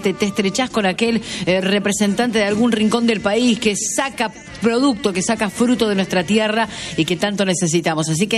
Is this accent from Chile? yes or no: no; Argentina; somos argentinos